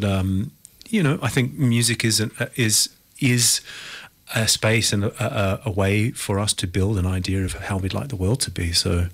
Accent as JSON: {"language": "English", "town": "Greenwich", "region": "London", "country": "United Kingdom", "tie": "born or raised there"}